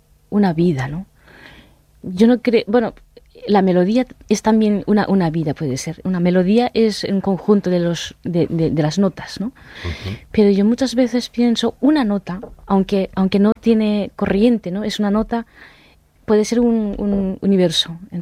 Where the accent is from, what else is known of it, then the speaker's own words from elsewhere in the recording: Japan; cada vez pienso que soy japonesa, ¿no? A lo mejor esto viene de mi abuela, de mi tatarabuelo.